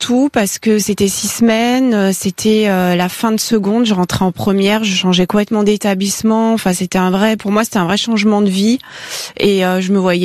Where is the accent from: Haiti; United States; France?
France; Lyon, Auvergne-Rhône-Alpes; on est lyonnais.